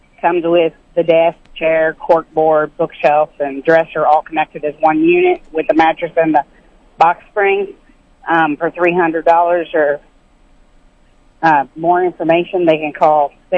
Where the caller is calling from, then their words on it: Marshall, Missouri, United States; Marshall.